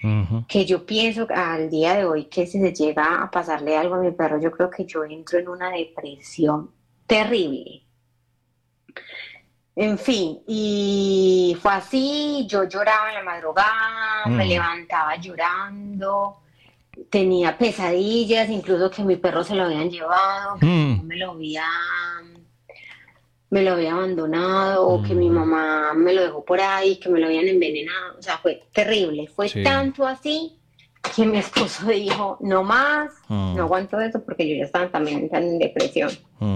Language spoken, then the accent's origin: Spanish; Colombia; moved away as an adult; Yo, pues obvio, vengo de Colombia, me vine aquí a vivir, pues, porque yo me casé con alguien de acá.